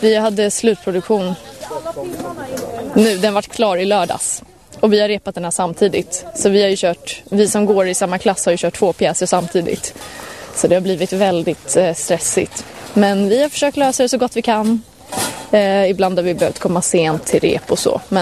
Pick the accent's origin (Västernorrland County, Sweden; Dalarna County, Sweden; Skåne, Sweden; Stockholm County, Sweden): Stockholm County, Sweden; Bandhagen; Bandhagen